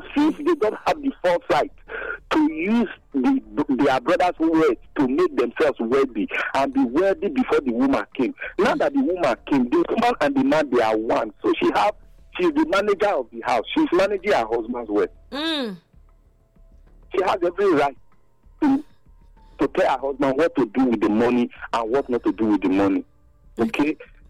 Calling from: Ogida, Edo, Nigeria; From home, Ogida.

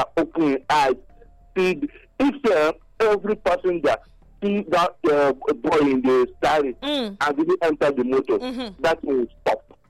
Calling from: Benin City, Edo, Nigeria; I'm reaching from Ipoba Hill.

